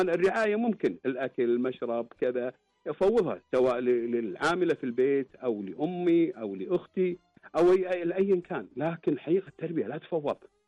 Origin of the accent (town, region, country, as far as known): Kuwait